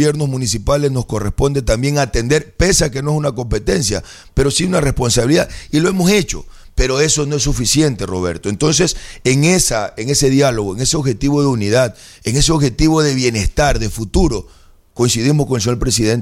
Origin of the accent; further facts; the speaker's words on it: Chone, Manabí, Ecuador; also born or lived in Bahía de Caráquez / Montecristi; soy orgulloso de mi provincia. Soy nacido en Chone, vivo en Chone, tengo mi familia en Chone, mi trabajo en Chone, pero tuve la oportunidad de trabajar en Montecristi, en Ciudad Alfaro. Claro. En el año 2009, el 2010, tuve la oportunidad de vivir en Bahía de Caracas